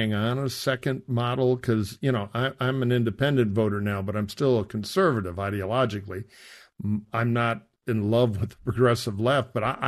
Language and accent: English; Detroit, Michigan, United States; I'm an old Michigan hack. I grew up in Detroit.